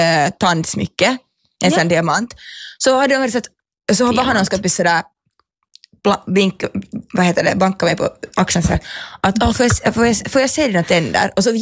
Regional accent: Finland; Jag är från Finland

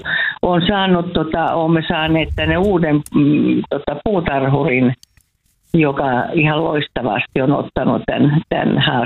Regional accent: Kotka, Kymenlaakso, Finland; Ja soittelen täältä kotikaupungistani Kotkasta.

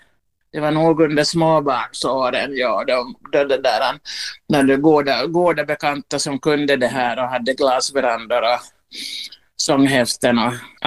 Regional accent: Vaasa, Ostrobothnia, Finland; Jag är ju hemma från Vasa och jag aldrig ätit kräftor under hela min uppväxttid.

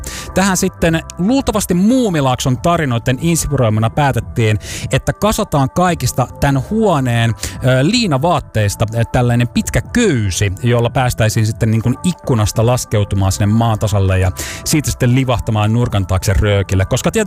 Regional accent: Forssa, Tavastia Proper, Finland; moved away; oma kotikaupunkini tuolloin, eli Forssa.

